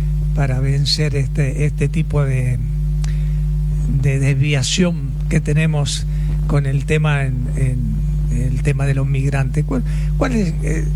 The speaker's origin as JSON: {"language": "Spanish", "country": "Argentina", "said": "Yo soy hijo también de italiano, pero puro argentino propio."}